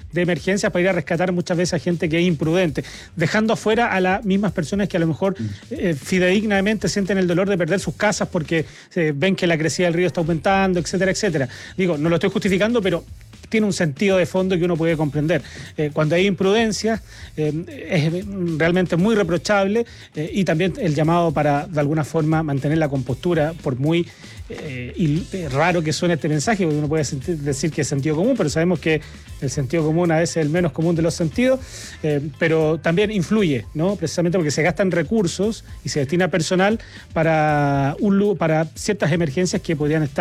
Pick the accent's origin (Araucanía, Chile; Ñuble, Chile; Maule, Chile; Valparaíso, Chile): Maule, Chile; Es que yo soy del Maule. Soy del Maule y un ratito voy para allá y tengo pegado el Maule en la cabeza.